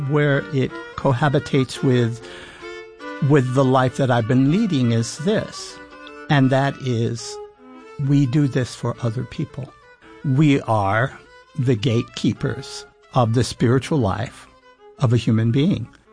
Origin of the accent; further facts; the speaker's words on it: New York City, New York, United States; now in Rochester, United States; And I'm from the South Bronx in New York City, and I come from poverty. I'm from the Fort Apache area in the Bronx, and was lucky to be able to leave there.